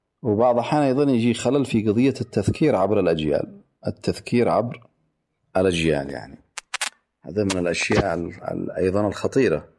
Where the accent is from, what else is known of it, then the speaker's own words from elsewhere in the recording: Yemen; مثلا 26 سبتمبر عندنا في اليمن،